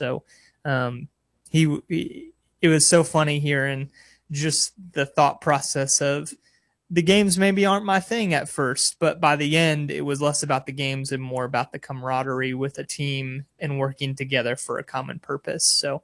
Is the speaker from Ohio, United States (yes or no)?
no; Illinois, United States; I'm a kid from Illinois who didn't really fish growing up